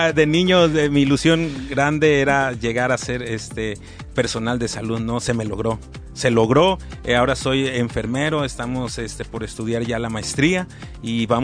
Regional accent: Acapulco, Guerrero, Mexico; yo soy de aquí de Acapulco

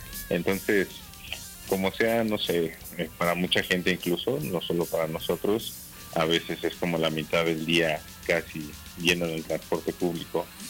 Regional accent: Chalco, State of Mexico, Mexico; Raúl y yo somos de ahí, de Chalco

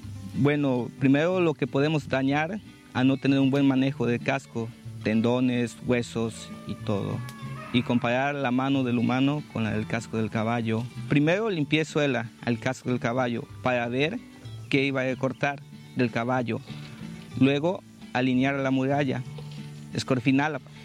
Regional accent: San Sebastián Camacho, Mexico; Yo vengo originario de San Sebastián Camacho, que pertenece a Naula.

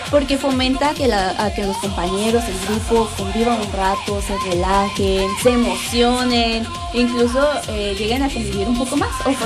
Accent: Mexico

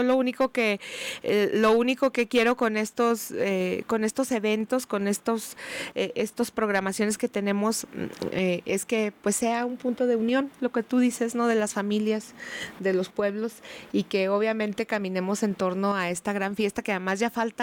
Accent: Mexico

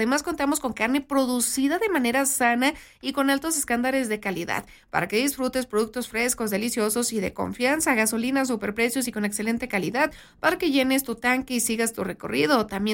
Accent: Mexico; todos los días somos mexicanos, nosotros los mexicanos.

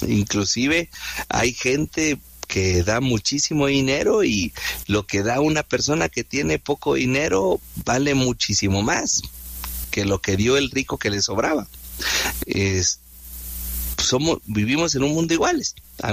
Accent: Mexico; primero somos mexicanos, primero somos humanos

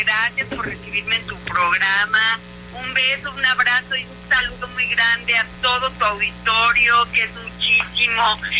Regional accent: Acapulco, Guerrero, Mexico; Yo crecí en Acapulco. Para mí Guerrero es mi tierra.

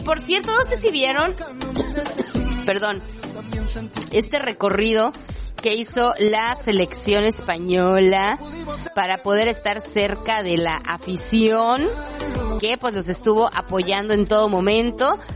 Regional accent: Mexico

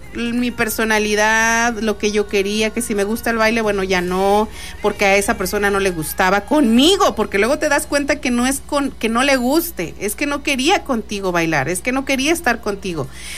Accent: Italy; Spanish is a second language; Porque yo soy ser italiana.

